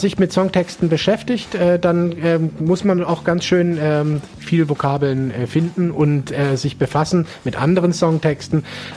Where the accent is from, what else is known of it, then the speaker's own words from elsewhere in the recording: Germany; für mich vielleicht auch als Deutscher